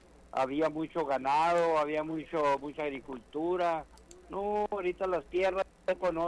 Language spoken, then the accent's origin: Spanish; Chihuahua, Mexico; now in Nogales, United States; Pero yo soy nativo de Chihuahua.